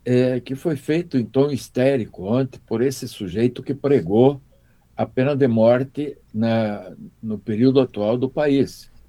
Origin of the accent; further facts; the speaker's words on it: Brazil; eu não sou americanófilo, eu sou brasileiro.